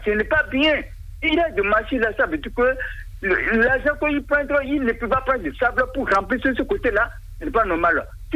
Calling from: Bonou, Ouémé, Benin; Depuis Agbomaran, village, village Agbomaran, mairie de Bonne.

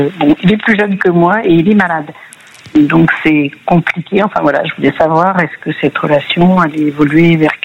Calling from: Hauts-de-France, France; J'appelle de l'Oise.

